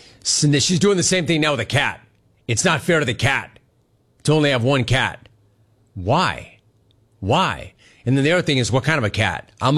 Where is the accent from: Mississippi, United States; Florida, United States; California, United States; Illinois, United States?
California, United States; San Fernando Valley; I grew up in the San Fernando Valley. It's hot as hell.